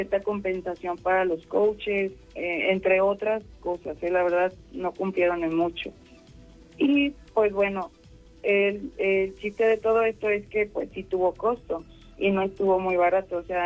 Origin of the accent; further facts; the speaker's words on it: León, Guanajuato, Mexico; aquí nosotros somos de aquí de León